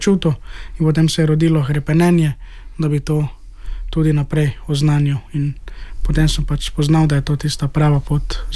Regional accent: Slovenske Konjice, Styria, Slovenia; prihajam iz Štajerske, iz nadžupnije Svetega Jurija v Slovenskih Konicah.

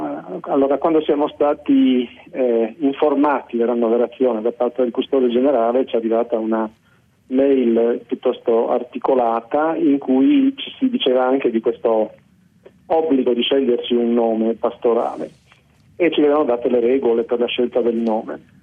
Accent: Pula, Istria County, Croatia; moved away; la mia città d'origine a cui sono sempre molto, molto legato.

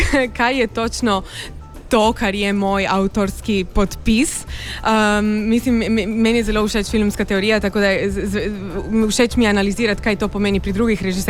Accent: Trieste, Friuli-Venezia Giulia, Italy

